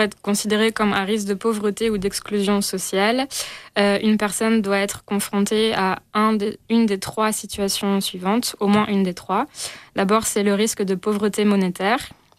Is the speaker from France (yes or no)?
yes; France; moved away as an adult; now in Belgium; je suis française et je suis volontaire permanente à ATD Quart-Monde. Je suis en Belgique depuis 4 ans